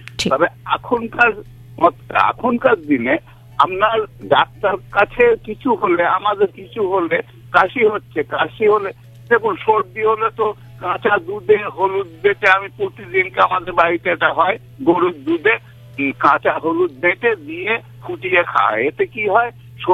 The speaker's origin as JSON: {"language": "Bangla", "area": "Purba Bardhaman", "region": "West Bengal", "country": "India", "tie": "born or raised there", "moved": "yes", "said": "আমার গ্রাম হলো পূর্ব বর্ধমানের কাটোয়া থানার শ্রীবাটি গ্রামে।"}